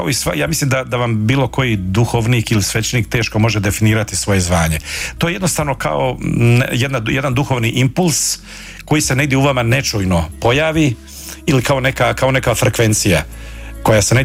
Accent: Bulići, Federation of Bosnia and Herzegovina, Bosnia & Herzegovina; also born or lived in Visoko; Da, ja sam rođen, dakle, nedaleko u mjestu Bulići, 10.10.1968. Od roditelja … dakle, katolički, tradicionalni hrvatskoj katoličkoj obitelji.

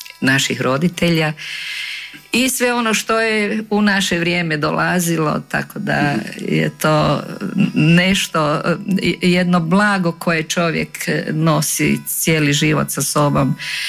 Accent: Zagreb, City of Zagreb, Croatia; born there; also born or lived in Tuhelj, Hrvatsko Zagorje; onda je tu bila relacija stalno Tuhelj-Zagreb, tako. Međutim, ono definitivno sam bila negdje oko 4 godine kad sam u Zagrebu, kad smo se stacionirali u Zagrebu.

